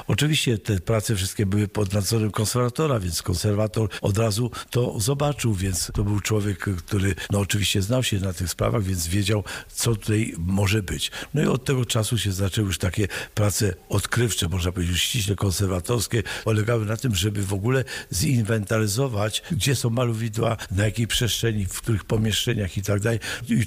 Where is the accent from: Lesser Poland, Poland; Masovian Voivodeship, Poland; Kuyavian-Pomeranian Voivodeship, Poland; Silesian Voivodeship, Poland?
Kuyavian-Pomeranian Voivodeship, Poland; Skępe; born or raised there; moved away